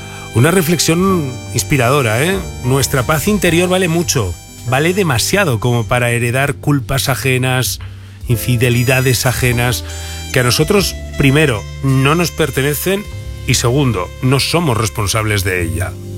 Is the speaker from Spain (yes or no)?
yes; Castile and León, Spain; ¿Te gusta Orbraneja del Castillo? Pues mi pueblo está al lado.